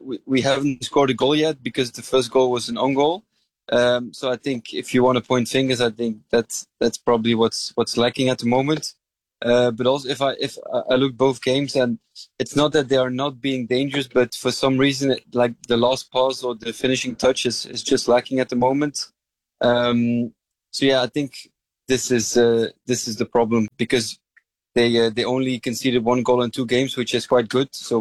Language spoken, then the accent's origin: English; Belgium; But still, the love for my home country is also there. So I always say I would love if Belgium won